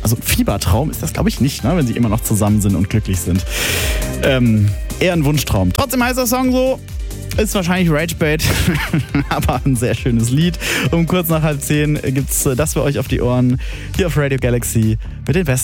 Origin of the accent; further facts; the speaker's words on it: Bavaria, Germany